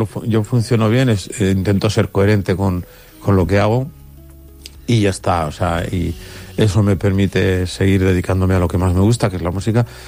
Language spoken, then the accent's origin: Spanish; Pamplona, Navarre, Spain; en mi tierra, en Pamplona